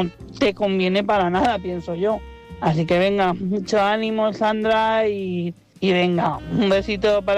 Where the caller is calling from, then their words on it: Madrid, Community of Madrid, Spain; de Madrid.